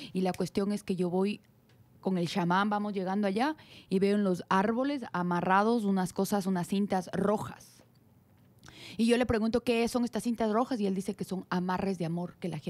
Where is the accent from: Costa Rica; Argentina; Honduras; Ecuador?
Ecuador; yo soy de Ecuador, y en Ecuador, pues mi familia, no, a mí no me encontraban nada los doctores.